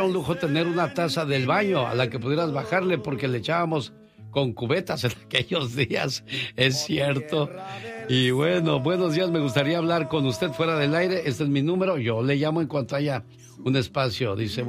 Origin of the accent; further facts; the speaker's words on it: Tlalpan, Mexico City, Mexico; Yo soy del DF. De Tlalpan, específicamente, donde nació el caldo tlalpeño. Tengo recuerdos de cuando vivía allá con mis papás.